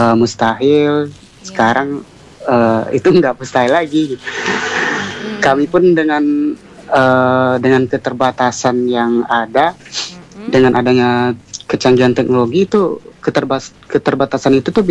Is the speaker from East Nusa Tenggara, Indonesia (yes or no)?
no; Riau, Indonesia; also born or lived in Medan; Saya orang Riau